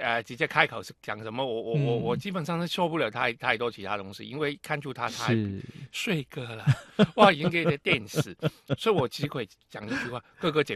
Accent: Hong Kong; accent: Cantonese-accented Mandarin; Chinese is a second language; moved away as an adult; now in Taiwan; 我是从香港过来的。就是我之前在台湾念书，后来回香港就是2年多之后就还是过来台湾了，就现在已经定居台湾。

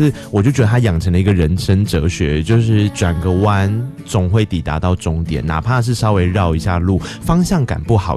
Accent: Tainan, Taiwan; 确实是我们台南人，因为台南人很小就会跑去高雄玩了，很小就是国中的时候大概就会去了吧。

